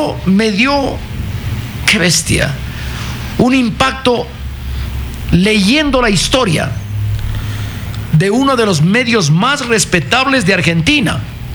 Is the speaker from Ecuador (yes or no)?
yes; Ecuador